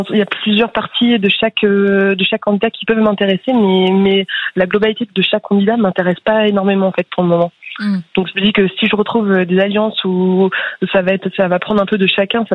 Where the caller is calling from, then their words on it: Pays de la Loire, France; Moi, j'habite en Vendée, du nord de la Vendée.